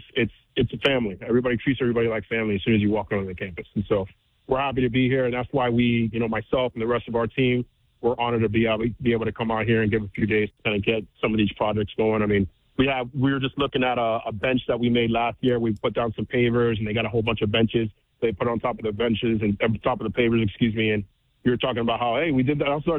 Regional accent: Miami, Florida, United States; So I grew up in Miami, so I'm a diehard Miami Hurricanes fan.

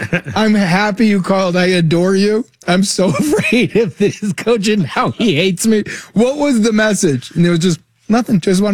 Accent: Evanston, Illinois, United States; also born or lived in Lincoln Park; now in Los Angeles, United States; From Evanston. Okay. Then in the end, Lincoln Park. My mother was Rogers Park, but now my mother's out here in LA.

